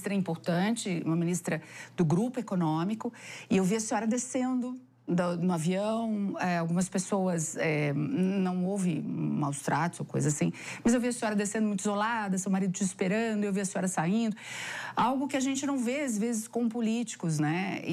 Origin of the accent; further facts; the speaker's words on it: Mato Grosso, Brazil; eu estava morando lá em Campo Grande, nós somos conterrâneas, eu sou de Mato Grosso também